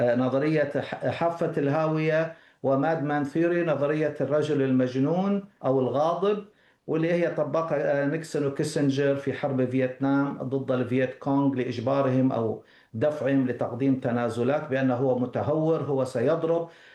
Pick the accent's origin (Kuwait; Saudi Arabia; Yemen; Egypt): Kuwait; هذه القواعد خاصة عندنا في الكويت فاضية خالية